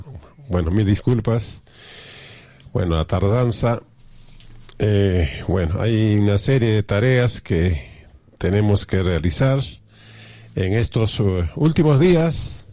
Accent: Peru; now in Arequipa, Peru

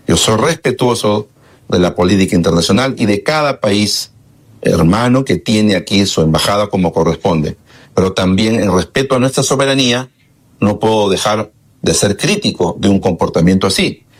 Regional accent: Peru; Los peruanos hemos visto

